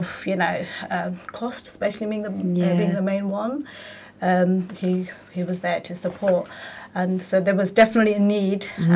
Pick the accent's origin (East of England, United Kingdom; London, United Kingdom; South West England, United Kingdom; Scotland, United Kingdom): East of England, United Kingdom; Luton; growing up in Luton, mm-hmm. there was no such a thing as a Luton or platform where women could go and play cricket.